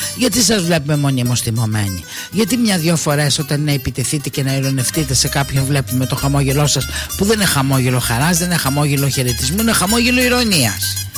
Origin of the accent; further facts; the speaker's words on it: Greece; είμαι πάρα πολύ υπερήφανη που είμαι Ελληνίδα.